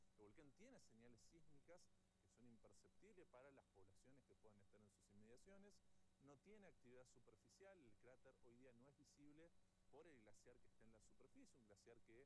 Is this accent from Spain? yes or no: no; Argentina